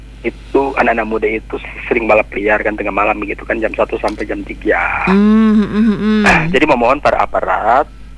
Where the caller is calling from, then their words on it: Makassar, South Sulawesi, Indonesia; Mungkin itu aja dulu dari saya, dari Makassar ya.